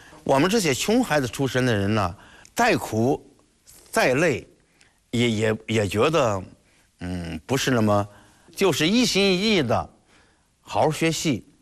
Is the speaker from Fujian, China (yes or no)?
no; Gaoyang, Hebei, China; also born or lived in Shijiazhuang; 我是1944年出生在河北省保定地区高阳县雷掌村。从我记忆当中，我们那儿地方非常的贫困，